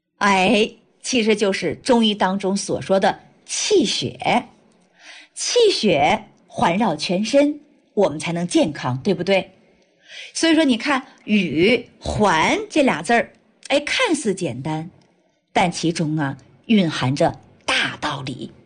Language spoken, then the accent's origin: Chinese; Jilin, China; 我从小呢是在吉林长大啊，就在一个小村子里边。我出生于79年嘛。